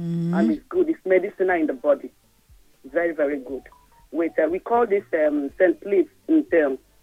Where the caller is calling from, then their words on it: Akwa Ibom, Nigeria; Actually, I'm from Akwa Ibom.